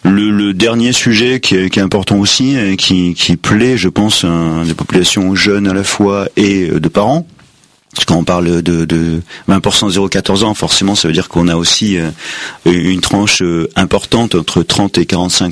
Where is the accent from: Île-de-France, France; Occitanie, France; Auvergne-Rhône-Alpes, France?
Auvergne-Rhône-Alpes, France; moved away; moi, je suis originaire de la Drôme provençale, et donc quand j'étais en sixième, je prenais le bus à 7h15 pour aller au collège